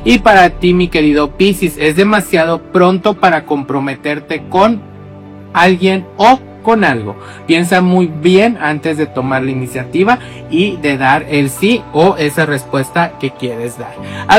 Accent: northern Mexico, Mexico; y soy muy norteña, ¿verdad?

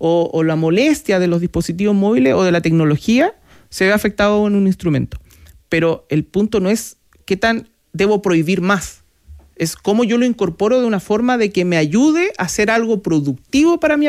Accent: Punta Arenas, Magallanes and Chilean Antarctica, Chile; moved away; Y yo soy de Punta Arenas, imagínate.

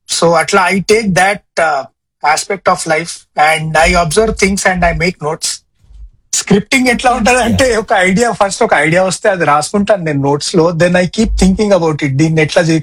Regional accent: Hyderabad, Telangana, India; moved away as an adult; also born or lived in Secunderabad; now in United States; మొత్తం journey from Hyderabad to Secunderabad అంతే ఉంది. And few around 14 years back I came to the US. దానికంటే ముందు మొత్తం పుట్టి పెరిగింది, Born bread and buttered in Hyderabad.

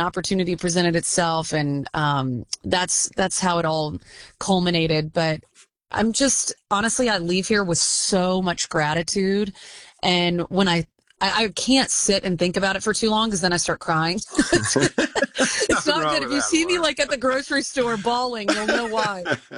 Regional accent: Alabama, United States; now in San Francisco Bay Area, United States; But I'm from Alabama. My husband is from Mississippi.

